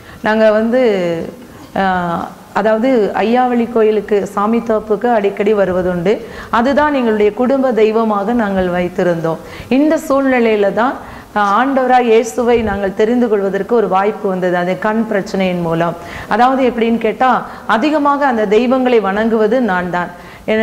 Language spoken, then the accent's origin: Tamil; Pethanadarpatti, Tamil Nadu, India; now in Rajapalayam, India; நாங்கள் இருக்கிற இடம் ராஜபாளையம். எங்களுடைய சொந்த ஊர் தென்காசி பக்கத்தில் உள்ள பெத்தநாடார்பட்டி.